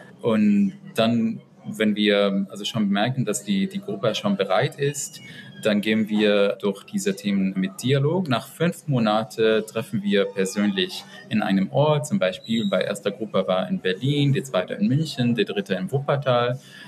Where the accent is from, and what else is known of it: Palestine